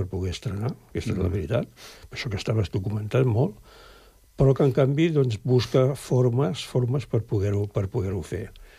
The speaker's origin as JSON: {"language": "Catalan", "country": "Andorra", "tie": "born there", "said": "Clar, bueno, som nascuts a Andorra, per les circumstàncies també especials."}